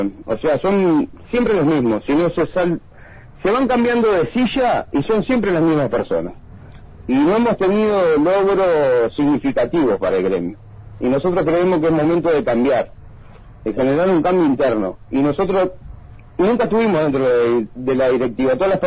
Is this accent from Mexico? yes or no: no; Pando, Canelones, Uruguay; Yo soy de Pando, por ejemplo